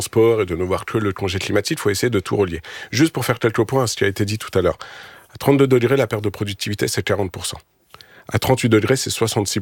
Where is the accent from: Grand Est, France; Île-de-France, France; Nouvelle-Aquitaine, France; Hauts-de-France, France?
Île-de-France, France; Paris; born there; je suis parisien de naissance